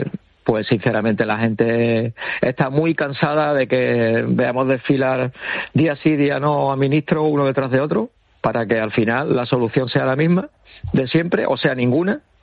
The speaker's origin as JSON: {"language": "Spanish", "region": "Ceuta", "country": "Spain", "said": "Como ciudadano ceutí, como ciudadano español, ¿no?"}